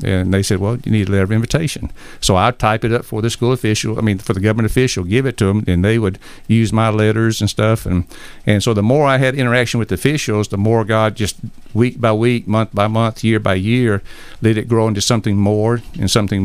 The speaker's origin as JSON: {"language": "English", "region": "Alabama", "country": "United States", "moved": "yes", "said": "I'm from Alabama."}